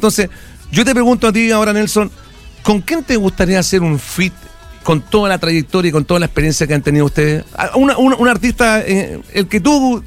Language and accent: Spanish; Quintero, Valparaíso, Chile; yo soy de Quintero, igual que Yari